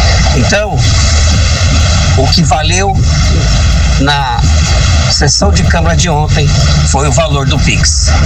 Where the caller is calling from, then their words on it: Caraguatatuba, São Paulo, Brazil; Eu sou de Caraguá, mas eu trabalho em São Sebastião.